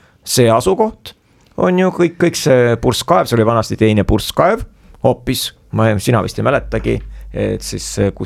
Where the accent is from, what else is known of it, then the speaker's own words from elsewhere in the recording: Viljandi, Viljandi County, Estonia; et ma olen Viljandist